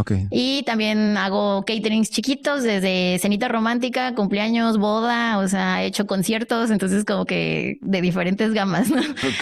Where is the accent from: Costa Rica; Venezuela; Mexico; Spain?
Mexico; Mexico City; now in Monterrey, Mexico